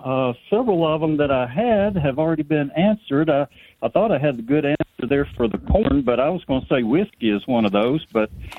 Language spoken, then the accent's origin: English; Mississippi, United States; now in Heber Springs, United States; I currently reside in Heber Springs, Arkansas, but I grew up in Mississippi